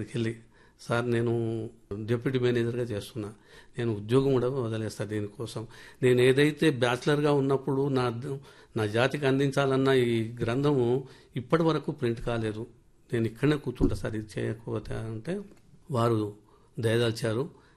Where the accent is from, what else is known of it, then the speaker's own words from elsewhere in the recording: Bhuvanagiri, Telangana, India; నాది నల్గొండ డిస్ట్రిక్ట్ భువనగిరి, భువనగిరి అయితే పాత నల్గొండ మా డిస్ట్రిక్ట్ అదే.